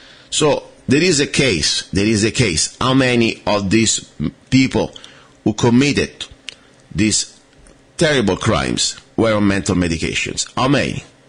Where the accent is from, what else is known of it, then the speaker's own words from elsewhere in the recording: Italy; now in United States; I'm from Italy. I'm from Europe.